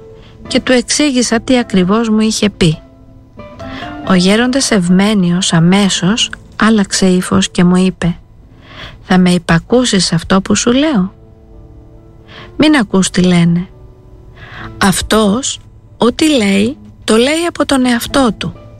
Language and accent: Greek; Cyprus; moved away as an adult; «Στην Κύπρο, στο χωριό μου», του απήντησα.